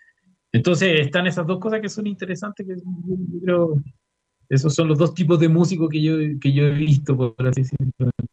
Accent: Chuquicamata, Antofagasta, Chile; moved away; volver a mi tierra, yo nací en Chuquicamata

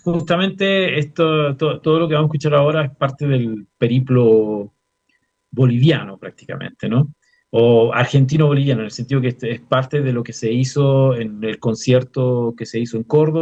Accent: Chuquicamata, Antofagasta, Chile; para mí era importante no solamente el hecho de volver a mi tierra, yo nací en Chuquicamata, a hacer música con mi gente, con mi pueblo

